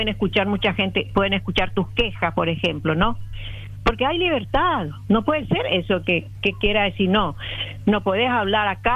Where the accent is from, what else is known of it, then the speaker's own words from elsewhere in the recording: Buenos Aires, Argentina; now in Paraguay; Yo te dije que yo me crié en Buenos Aires. Sí. Pero yo amo mucho el guaraní, demasiado. Y todo lo que sea guaraní, todo lo que sea de mi país, yo amo. Cuando yo vivía allá, demasiado amaba todo.